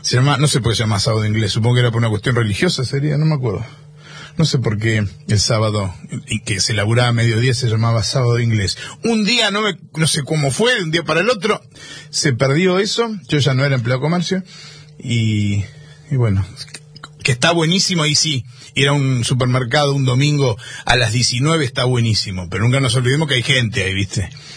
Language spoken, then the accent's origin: Spanish; Argentina; la gran mayoría de los argentinos hemos sido alguna vez, por lo menos que vivimos en ciudades